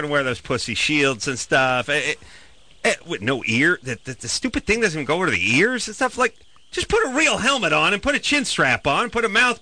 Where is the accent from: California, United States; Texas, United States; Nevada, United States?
California, United States; Los Angeles; I'm from North Hollywood.